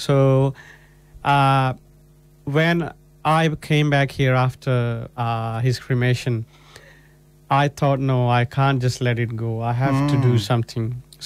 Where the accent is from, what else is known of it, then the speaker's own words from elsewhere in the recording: Chandigarh, India; moved away; I'm originally from India, north part of India. 250 km up north from New Delhi, and this beautiful place called Chandigarh.